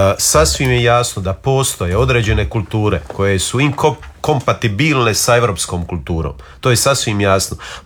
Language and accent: Croatian; Croatia; Ja ne smatram da sam ja kao Hrvat vrijedniji i da imam veće dostojanstvo od nekog Sudanca.